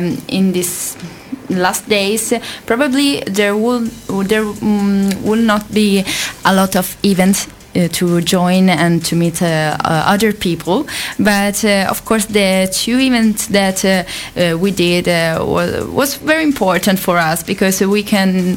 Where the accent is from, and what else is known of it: Italy; now in Croatia